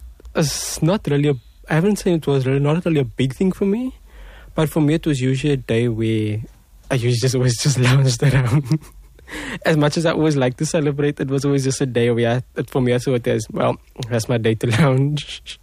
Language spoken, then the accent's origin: English; South Africa; Because it is an important day, especially in our country. As a South African, it's one of the days where you can't just say, oh, it's another holiday.